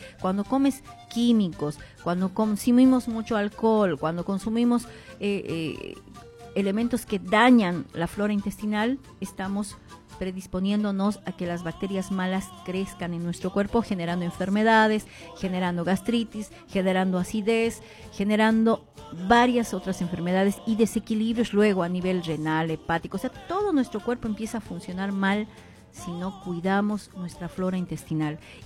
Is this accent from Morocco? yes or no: no; Bolivia; now in Argentina; nosotros, como comunidad boliviana en Argentina